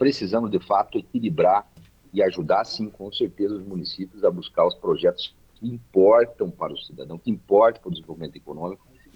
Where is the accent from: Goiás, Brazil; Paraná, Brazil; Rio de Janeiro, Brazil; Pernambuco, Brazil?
Paraná, Brazil; Cascavel; moved away as an adult; also born or lived in Curitiba; Eu saí de Cascavel, mano, para estudar em Curitiba, porque não tinha engenharia em Cascavel, não tinha oportunidades.